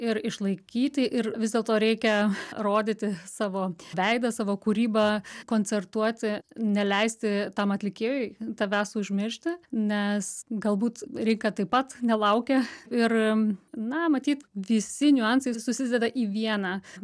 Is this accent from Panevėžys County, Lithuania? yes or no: yes; Pasvalys, Panevėžys County, Lithuania; ir netgi pagaliau sugrįšiu į savo gimtąjį kraštą kitais metais, jau rengiame programą ir planuojame koncertą Pasvalyje, o Pasvalys bus juk Lietuvos kultūros sostinė.